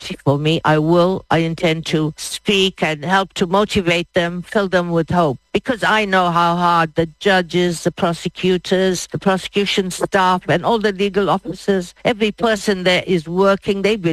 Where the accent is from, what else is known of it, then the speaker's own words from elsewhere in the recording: South Africa; However, let me say I come from from South Africa. I come from Africa.